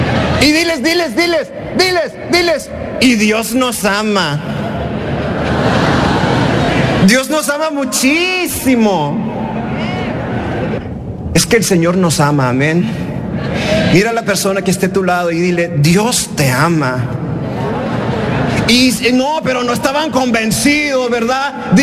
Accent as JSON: {"language": "Spanish", "region": "New York", "country": "United States", "said": "yo vengo de Nueva York"}